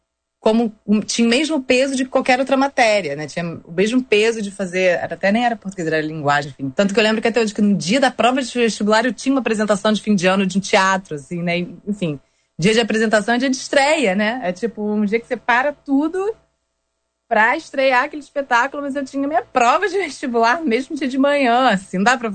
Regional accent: Rio de Janeiro, Brazil; born there; Eu nasci no Rio, de uma família, né? Minha mãe é do Rio também.

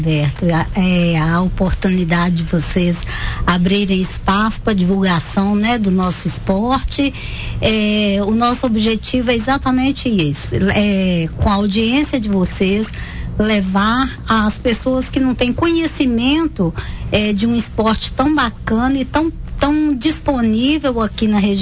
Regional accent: Coronel Fabriciano, Minas Gerais, Brazil; eu sou aqui de Coronel Fabriciano, né?

